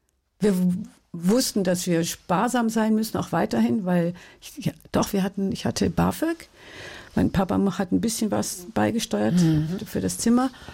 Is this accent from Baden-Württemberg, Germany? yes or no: yes; Furtwangen, Baden-Württemberg, Germany; Ich war Kunstturnerin in meiner Jugend im Verein in Furtwangen und war fertig mit der Schule, da war ich noch keine 17